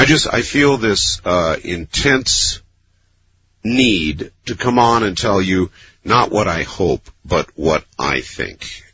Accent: United States; I'm an American

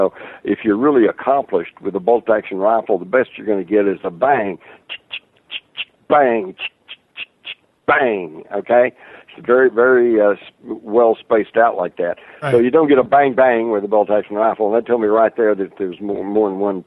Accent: Texas, United States; I grew up in Texas

